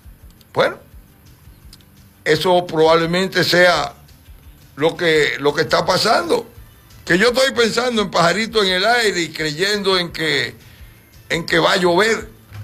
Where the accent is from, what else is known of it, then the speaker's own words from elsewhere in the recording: San Pedro de Macorís, Dominican Republic; Amo tanto a mi pueblo San Pedro de Macorís